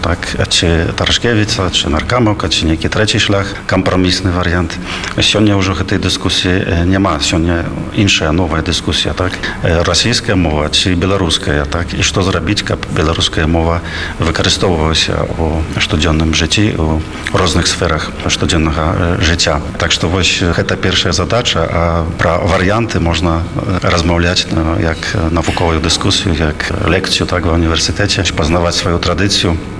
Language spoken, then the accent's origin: Belarusian; Warsaw, Masovian Voivodeship, Poland; born there; Belarusian is a second language; Я сябе адчуваю беларусам. Я нарадзіўся ў Варшаве, але вельмі шмат часу правёў з беларусамі.